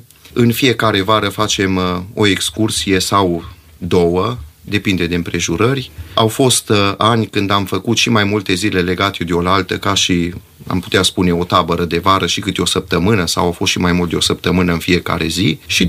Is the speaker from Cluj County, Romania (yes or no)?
yes; Huedin, Cluj County, Romania; 10 ani de când sunt în parohia Huedin. Sunt născut în Huedin și părinții și bunicii îi am în Huedin, deci am crescut în Huedin. Mă simt acasă în parohia în care sunt.